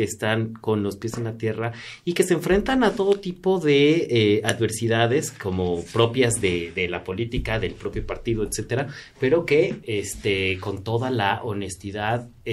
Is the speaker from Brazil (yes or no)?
no; Mexico; qué suerte hemos tenido como mexicanos